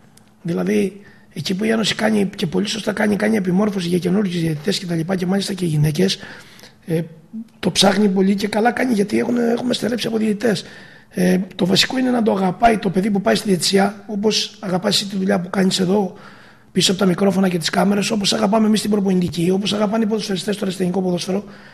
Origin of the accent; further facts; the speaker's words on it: Eastern Macedonia and Thrace, Greece; Εγώ, παιδιά του Σαββατοκυριακού, επειδή είμαι από τον Εύρο, δεν φεύγω από τη Θήβα. Δεν φεύγω από τον τόπο μου, μένω εδώ.